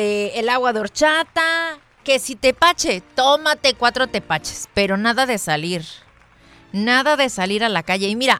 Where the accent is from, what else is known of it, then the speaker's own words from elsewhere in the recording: Mexico; somos mexicanos teniendo una noche en nuestro país, comiendo comida mexicana y vistiéndonos de mexicanos, porque eso somos.